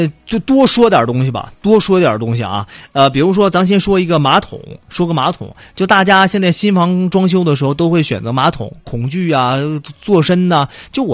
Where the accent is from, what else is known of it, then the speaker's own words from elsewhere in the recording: Northeast China, China; 比如说这个我们东北人啊